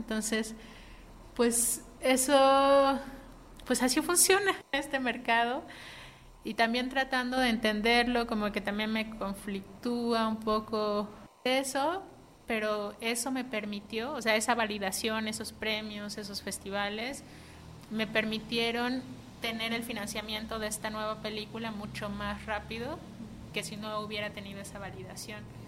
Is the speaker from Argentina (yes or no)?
no; Mexico; pues como cineastas mexicanos o como personas que nos dedicamos al arte desde México